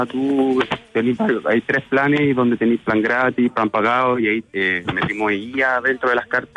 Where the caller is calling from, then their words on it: San Ramón, Santiago Metropolitan Region, Chile; Yo llamo a la comuna de San Ramón